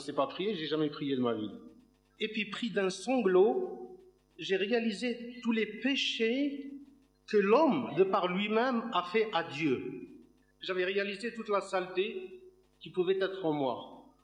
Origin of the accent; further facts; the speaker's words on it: Algeria; born there